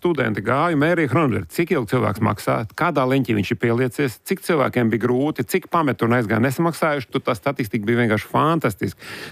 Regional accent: Baltezers, Ropaži Municipality, Latvia; es esmu no Baltezeres. Viss dzīves Baltezerā, vienmēr jūties tā kā nešur, netur.

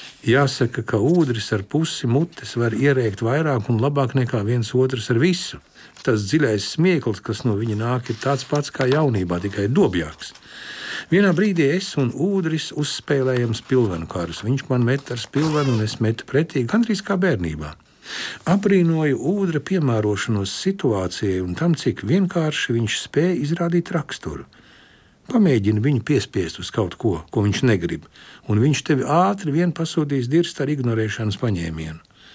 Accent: Riga, Latvia; Gandrīz, kā manā bērnībā Brassā.

